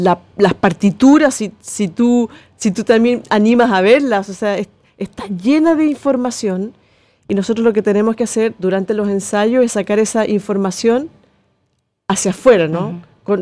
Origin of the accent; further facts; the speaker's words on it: Concepción, Biobío, Chile; moved away; yo nací acá en Concepción